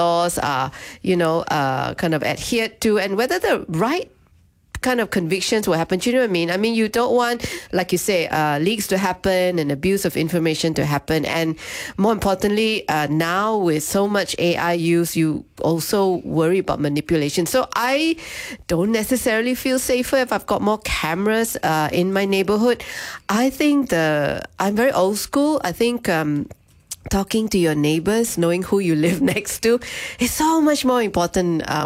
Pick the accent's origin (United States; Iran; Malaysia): Malaysia; being living in the city as a Malaysian for such a long time